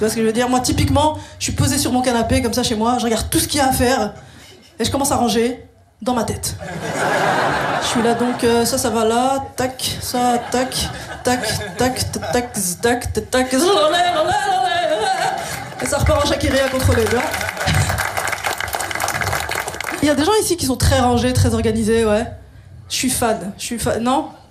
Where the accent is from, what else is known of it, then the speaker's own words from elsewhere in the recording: Molenbeek, Brussels-Capital Region, Belgium; je viens de Molenbeek, avant ça j'habitais à Bruxelles.